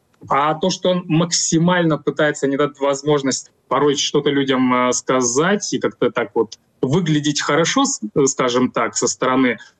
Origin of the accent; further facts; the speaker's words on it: Russia; moved away; потому что я сам россиянин, и я до 25-го года жил в России.